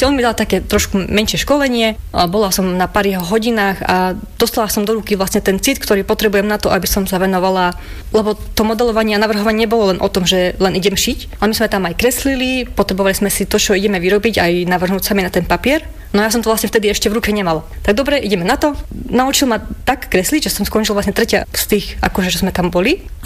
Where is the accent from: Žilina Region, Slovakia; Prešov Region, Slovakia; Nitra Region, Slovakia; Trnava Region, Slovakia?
Prešov Region, Slovakia; Vranov nad Topľou; u nás vo Vranove